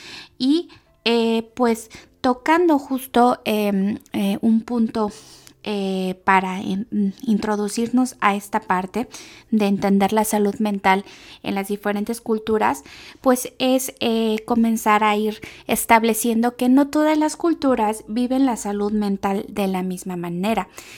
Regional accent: Mexico; como mexicanos pues también tenemos una gran variedad de gastronomía

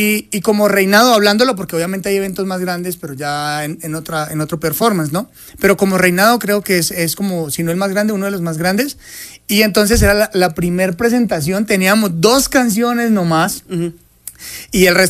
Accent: Yumbo, Valle del Cauca, Colombia; also born or lived in Cali; Bueno, mira … es nacido en Cali, Valle del Cauca. Criado en Yumbo, Valle del Cauca, a 15 minutos de Cali, capital industrial del Valle del Cauca, en una etapa de 15 años, okay.

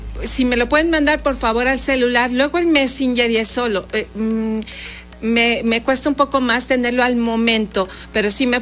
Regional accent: Puebla, Mexico; porque pues soy poblana, mi gente linda, entonces me siento parte

